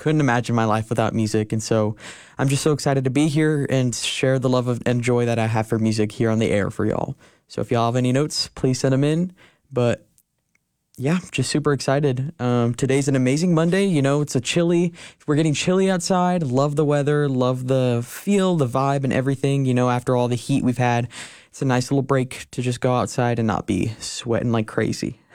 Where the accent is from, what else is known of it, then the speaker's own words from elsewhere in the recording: San Antonio, Texas, United States; moved away as an adult; now in Fort Worth, United States; I'm from San Antonio, Texas, and I'm here at TCU as a first year marketing major.